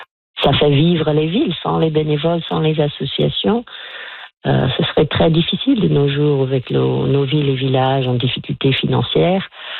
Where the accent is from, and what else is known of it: Nova Scotia, Canada; born there